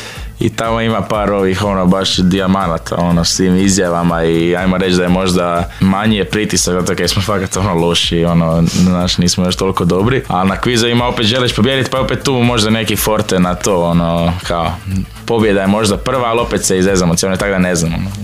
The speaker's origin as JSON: {"language": "Croatian", "town": "Zagreb", "region": "City of Zagreb", "country": "Croatia", "said": "ja sam kao iz Zagreba, ja isto imam neke korijene dolje"}